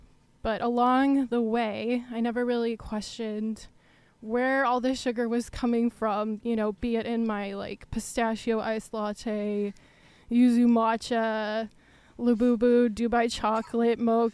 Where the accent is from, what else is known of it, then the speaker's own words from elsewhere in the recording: Alameda, California, United States; I've lived here my whole life. I'm from Alameda, so I don't know anything.